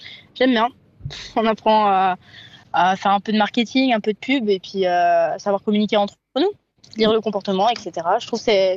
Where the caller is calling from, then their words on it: Épendes, Vaud, Switzerland; moi j'habite à Épande